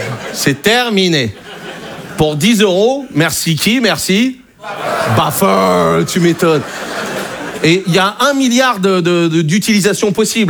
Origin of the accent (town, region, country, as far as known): Brittany, France